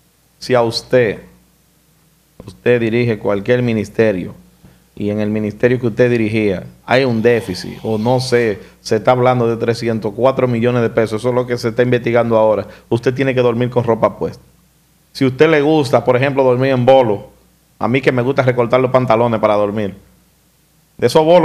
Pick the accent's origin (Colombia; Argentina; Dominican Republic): Dominican Republic; yo soy dominicano.